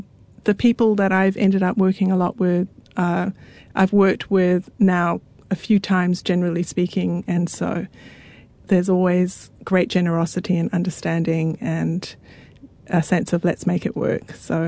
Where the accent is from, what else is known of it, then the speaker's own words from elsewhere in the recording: Tonga; born there; oh, you know, I was born in Tonga and I feel like an outsider with Western music.